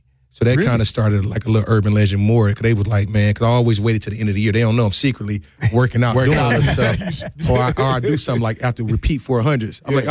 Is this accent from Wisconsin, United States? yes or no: yes; Milwaukee, Wisconsin, United States; I'm from the North